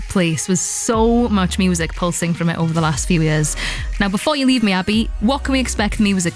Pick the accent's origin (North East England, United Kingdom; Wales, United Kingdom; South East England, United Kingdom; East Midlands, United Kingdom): Wales, United Kingdom; now in London, United Kingdom; I'm a Welsh woman living in London